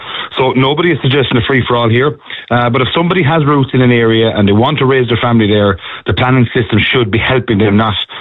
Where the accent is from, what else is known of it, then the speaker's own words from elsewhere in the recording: Kilkenny, Leinster, Ireland; I'm from Kilkenny, Anton.